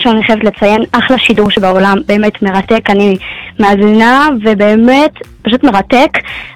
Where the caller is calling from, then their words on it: Jerusalem, Jerusalem District, Israel; אני מדברת מירושלים, עיר הקודש.